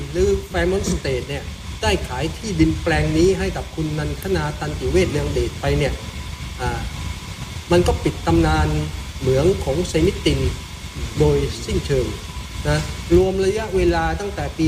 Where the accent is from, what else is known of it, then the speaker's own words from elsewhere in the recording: Ranong, Thailand; พื้นที่จังหวัดระนองเรา